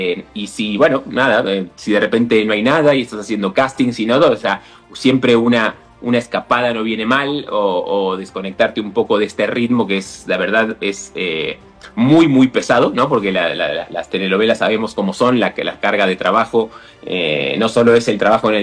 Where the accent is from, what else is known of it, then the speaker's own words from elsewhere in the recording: Argentina; moved away as an adult; digo llegamos porque vine con un amigo que es de mi ciudad natal también, que él, bueno, él estuvo 5 años nada más. Pero sí, el golpe de realidad comparado con Argentina era abismal.